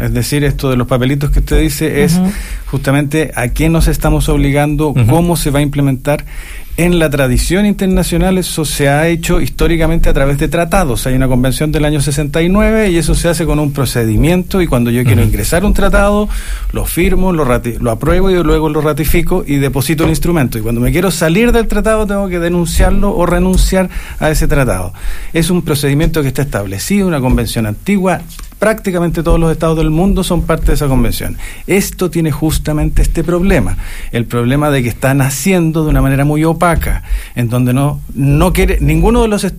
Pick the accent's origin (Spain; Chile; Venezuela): Chile; nosotros como chilenos